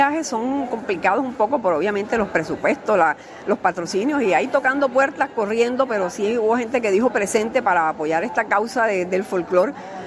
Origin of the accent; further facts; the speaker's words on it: Colombia; Pero somos los únicos colombianos que vamos a estar, digamos que representando al país.